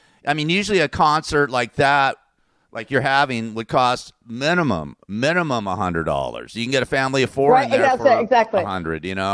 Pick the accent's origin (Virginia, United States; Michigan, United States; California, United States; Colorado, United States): California, United States; San Fernando Valley; also born or lived in Burbank; I love it because I'm a native California too. I was born in Burbank and grew up in the San Fernando Valley.